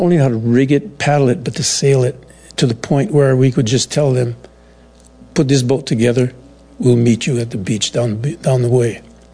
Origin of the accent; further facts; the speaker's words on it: Hilo, Hawaii, United States; I'm from Hilo.